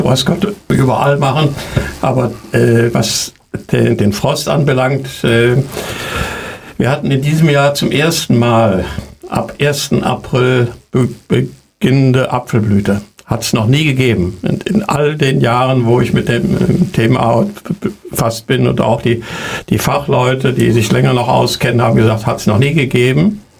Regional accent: North Rhine-Westphalia, Germany; Einmal die Information vielleicht hier aus meiner Heimat, aus Lippe.

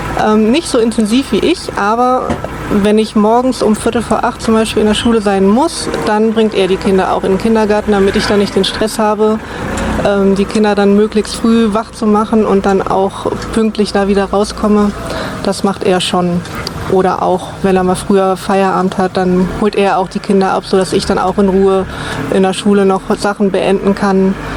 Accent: Göttingen, Lower Saxony, Germany; moved away as an adult; now in Germerode, Germany; ich bin in Göttingen geboren und aufgewachsen und bin dann vor ungefähr 8-9 Jahren hier nach Germerode gezogen

